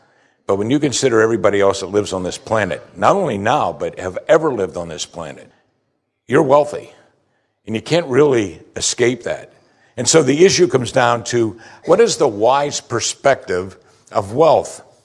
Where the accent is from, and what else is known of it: United States